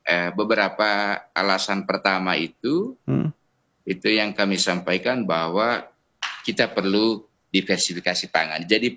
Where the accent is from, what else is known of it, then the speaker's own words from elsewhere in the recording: East Nusa Tenggara, Indonesia; di situasi kita orang NTT yang cuaca sangat ekstrim dengan kekeringan.